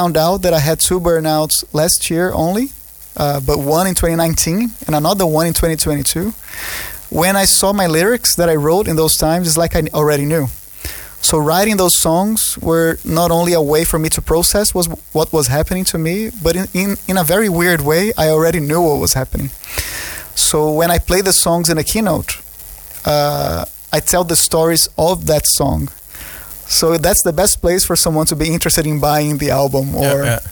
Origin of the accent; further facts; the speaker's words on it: Salvador, Bahia, Brazil; It's a luthier from Salvador, Bahia, Brazil, like my hometown.